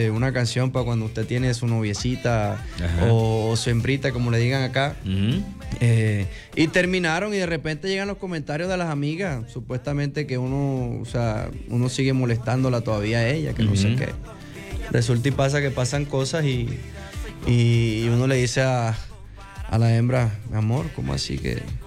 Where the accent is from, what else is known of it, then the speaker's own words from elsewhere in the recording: Valledupar, Cesar, Colombia; De la ciudad de Valledupar.